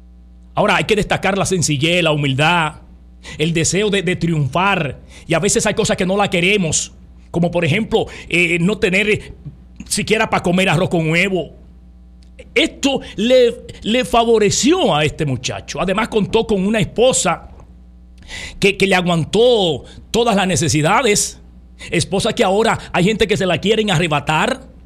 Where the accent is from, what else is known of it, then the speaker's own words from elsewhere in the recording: Dominican Republic; yo como otros dominicanos y como posiblemente otros comunicadores